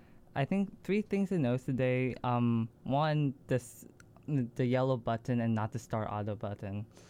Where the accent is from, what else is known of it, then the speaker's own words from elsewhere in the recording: Pennsylvania, United States; moved away as an adult; now in Texas, United States; I'm from Pennsylvania